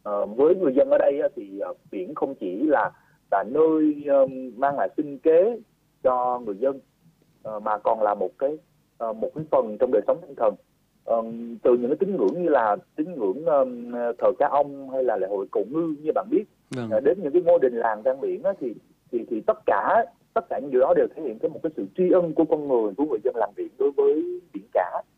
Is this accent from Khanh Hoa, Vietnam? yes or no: yes; Khanh Hoa, Vietnam; người dân chúng tôi, người dân Khánh Hòa